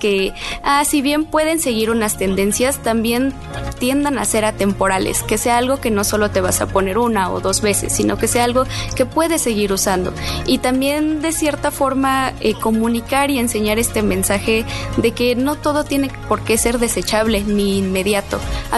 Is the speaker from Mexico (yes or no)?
yes; Mexico; Creo que como mexicanos tenemos esos colores vibrantes